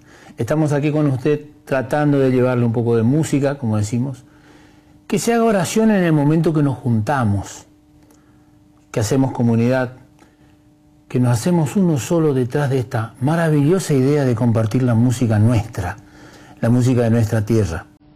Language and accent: Spanish; Calchaquí, Santa Fe, Argentina; born there; Somos santafesinos los dos.